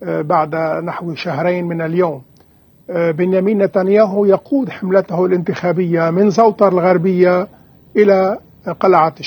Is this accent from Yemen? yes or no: no; Lebanon